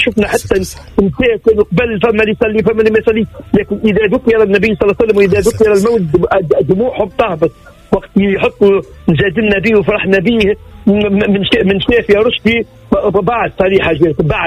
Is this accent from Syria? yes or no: no; Tunisia; وتعرف احنا عندنا في تونس